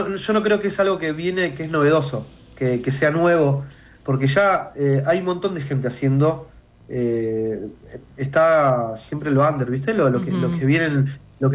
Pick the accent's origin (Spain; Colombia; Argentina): Argentina; son raíces fundamentales para nosotros como argentinos